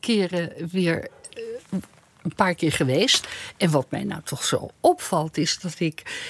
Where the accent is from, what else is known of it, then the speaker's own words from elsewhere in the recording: Amsterdam, North Holland, Netherlands; Ik kom uit Amsterdam